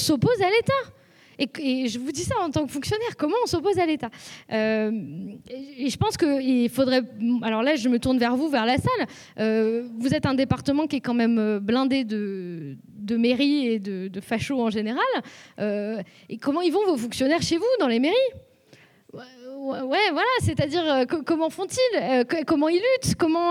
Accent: Lyon, Auvergne-Rhône-Alpes, France; moi à la base je viens de Lyon, et donc je me suis fait tabasser suffisamment souvent pour bien comprendre comment ça fonctionnait l'extrême droite

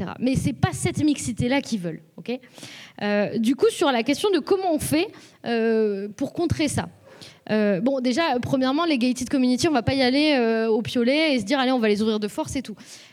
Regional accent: Lyon, Auvergne-Rhône-Alpes, France; now in Toulouse, France; en ce moment j'habite à Toulouse et de base je suis de Lyon

